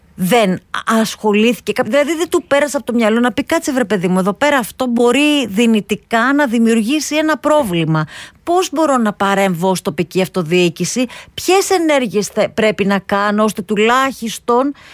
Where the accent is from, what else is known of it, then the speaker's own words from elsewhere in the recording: Western Greece, Greece; ήμουν μικρή όταν είχε κλείσει, επειδή κατά το ίμιση είμαι και από την Αχαΐα.